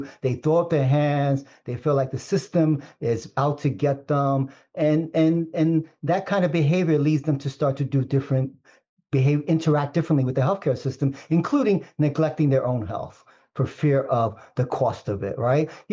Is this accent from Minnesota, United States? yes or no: no; New York City, New York, United States; I grew up poor in East Harlem because we just didn't have the means, right?